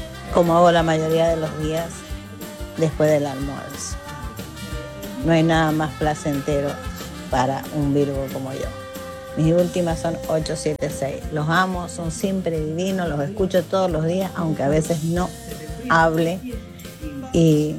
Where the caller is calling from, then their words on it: Argentina; Hola, buen día … de Dorrego.